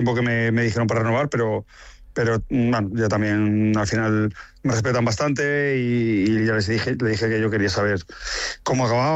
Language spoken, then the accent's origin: Spanish; Valladolid, Castile and León, Spain; creo que todos los que somos pucelanos pues hemos respirado